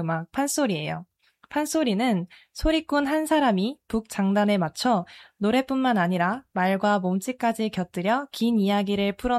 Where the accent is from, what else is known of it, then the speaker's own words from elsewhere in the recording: South Korea; Chinese is a second language; 当然，因为我是韩国人呀。